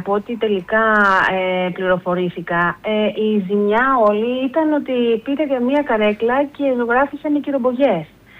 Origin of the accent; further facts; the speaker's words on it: Greece; απευθύνομαι γενικά ως Ελληνίδα μητέρα